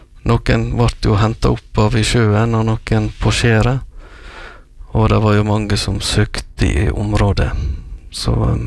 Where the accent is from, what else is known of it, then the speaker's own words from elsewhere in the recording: Ulsteinvik, Møre og Romsdal, Norway; born there; hjemme I Stovå på Ulstein